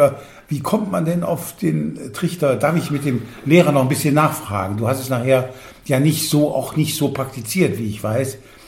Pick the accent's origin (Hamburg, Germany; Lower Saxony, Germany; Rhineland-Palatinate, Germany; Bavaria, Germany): Lower Saxony, Germany; Bordenau; Ich komme aus Bordenau, Scharnhorst und so weiter.